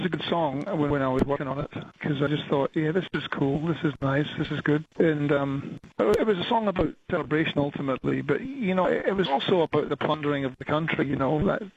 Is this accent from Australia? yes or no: yes; Australia; because we're from Down Under